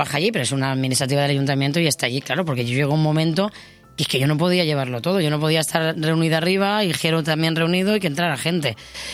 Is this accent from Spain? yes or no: yes; Polop, Valencian Community, Spain; yo evidentemente sé que quiero vender de mi pueblo.